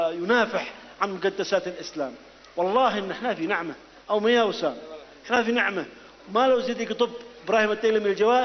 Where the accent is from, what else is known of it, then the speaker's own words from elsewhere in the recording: Yemen; كل واحد واحده يحمد الله انه يمني